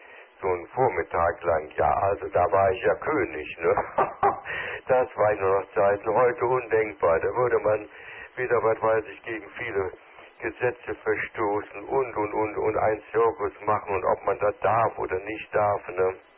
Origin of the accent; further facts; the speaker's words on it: Bonn, North Rhine-Westphalia, Germany; Obwohl ich gar nicht im Rheinland geboren bin, aber ich bin in Bonn aufgewachsen und da ist man natürlich auch ein bisschen geprägt